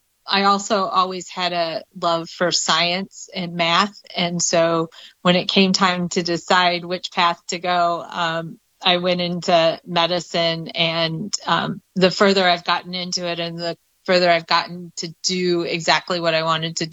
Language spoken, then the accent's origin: English; Michigan, United States; now in Cincinnati, United States; So I'm originally from Michigan.